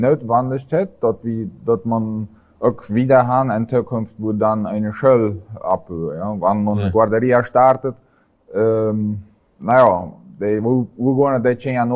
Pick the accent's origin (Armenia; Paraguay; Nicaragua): Paraguay; Filadelfia, Boquerón; also born or lived in Asunción; ich bin ein Assenzianer Bauer, aber die letzten Teile einfach hier in Philadelphia abgewachsen und ja, meine Kindheit und Jugend hier verlebt.